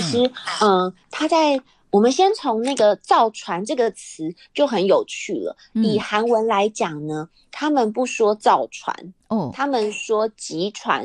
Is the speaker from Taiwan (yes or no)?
yes; Taiwan; 我们台湾人